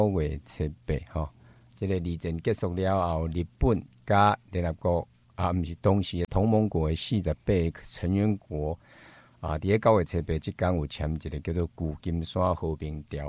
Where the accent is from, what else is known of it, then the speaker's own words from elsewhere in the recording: Taiwan; 这个台湾的主权就在我们台湾人手头